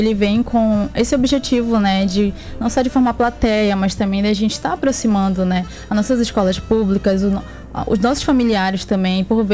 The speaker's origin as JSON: {"language": "Portuguese", "region": "Amapá", "country": "Brazil", "said": "Sim, eu sou amapaense."}